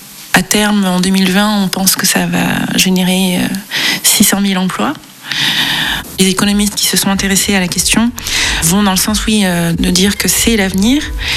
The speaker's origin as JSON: {"language": "French", "country": "Réunion", "tie": "born or raised there", "said": "parce que j'ai grandi à La Réunion, parce qu'il y a un contexte esclavagiste auquel moi je suis sensible"}